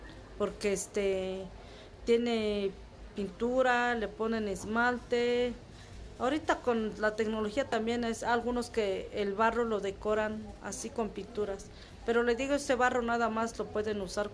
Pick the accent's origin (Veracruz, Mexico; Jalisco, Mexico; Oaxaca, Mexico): Oaxaca, Mexico; No he salido de mi pueblo, ahí sigo, porque hay algunos que sí emigran. Pero yo desde que nací ahí me quedé con mi papá, mi mamá